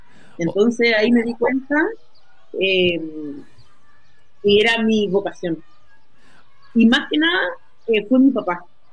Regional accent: Viña del Mar, Valparaíso, Chile; moved away as an adult; now in Chañaral, Chile; yo soy de Viña del Mar.

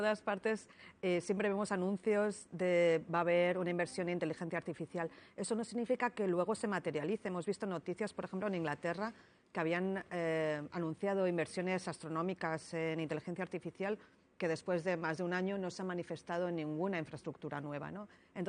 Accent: Spain; Se echa de menos en lugares como en España, de donde yo soy

